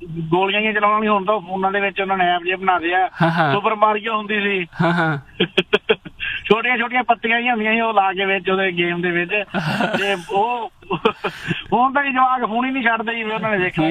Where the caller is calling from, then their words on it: Sri Muktsar Sahib, Punjab, India; ਲੱਲਾ ਬੁੱਚੀ ਕਰਕੇ ਕਹਿੰਦੇ ਆ ਸਾਡੇ ਮਾਲਵੇ ਚ, ਮੈਂ ਮੁਕਤਸਰ ਸਾਹਿਬ ਤੋਂ ਬਿਲੋਂਗ ਕਰਦਾ ਹੈ ਨਾ।